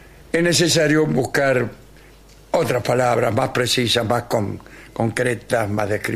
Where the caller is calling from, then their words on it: Necochea, Buenos Aires Province, Argentina; hola, amigos … de Necochea.